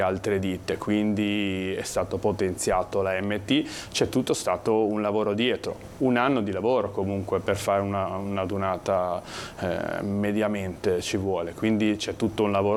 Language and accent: Italian; Genoa, Liguria, Italy